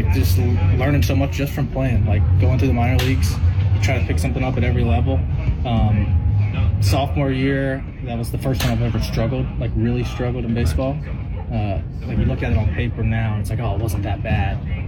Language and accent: English; East Coast, United States; moved away